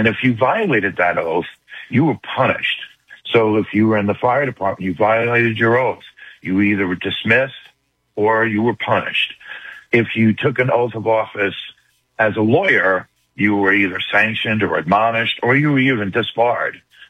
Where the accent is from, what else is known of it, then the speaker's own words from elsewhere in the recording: New York, United States; I am from New York, and I was going to say to Linda, don't ever lose that accent.